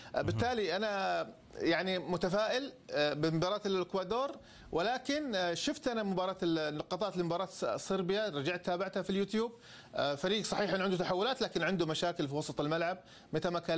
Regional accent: Saudi Arabia; كفريق منافس لنا كسعوديين،

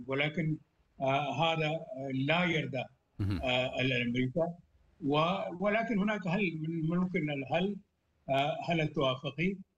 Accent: Pakistan

